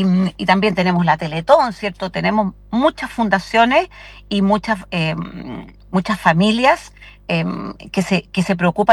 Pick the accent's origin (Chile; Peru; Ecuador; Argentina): Chile; nosotros mismos como chilenos